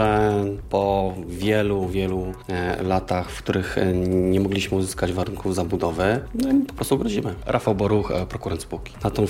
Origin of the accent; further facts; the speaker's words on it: Zgierz, Łódź Voivodeship, Poland; Wychowaliśmy się w Zgierzu. Ja mieszkałem 18 lat na Krzywiu